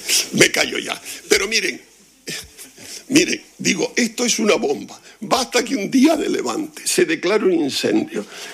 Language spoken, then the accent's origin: Spanish; La Palma, Canary Islands, Spain; born there; now in Santa Cruz de La Palma, Spain; La zona donde yo vivo, donde vivo en Santa Cruz, pero donde me crié y donde temporalmente vivo